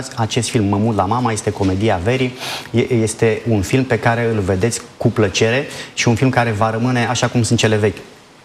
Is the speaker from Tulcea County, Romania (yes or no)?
yes; Luminița, Tulcea County, Romania; Vor veni toți cei din comună și toate satele arondate, Luminița, de unde sunt eu de fapt, și celelalte sunt vreo 6-7 sate.